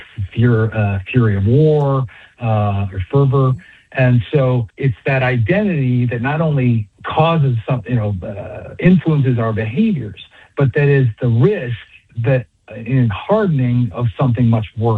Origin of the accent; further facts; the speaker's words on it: United States; Well, we are all, we kind of take for granted that we're American. I was raised evangelical Christian, right?